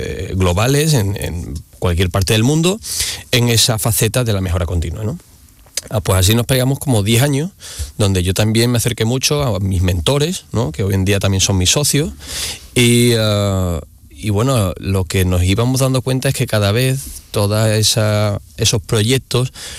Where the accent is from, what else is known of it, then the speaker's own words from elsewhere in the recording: El Puerto de Santa María, Andalusia, Spain; Mira, yo soy de Cádiz, ¿no? Uh-huh. Del pueblo Santa María.